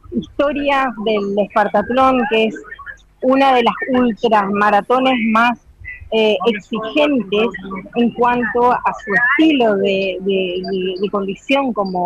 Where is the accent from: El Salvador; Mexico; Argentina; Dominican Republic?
Argentina; Misiones; es un placer para mí poder representar nuestra provincia, nuestra gran tierra colorada, a nuestra República Argentina, obviamente, y ni hablar de mi ciudad